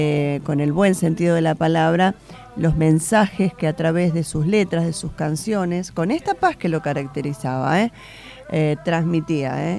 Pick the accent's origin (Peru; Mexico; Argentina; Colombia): Argentina; Nuestros argentinos exiliados.